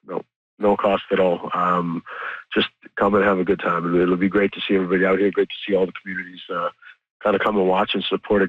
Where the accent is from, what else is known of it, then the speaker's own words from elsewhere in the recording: Canada; we all kind of went through these experiences being Sikh Canadian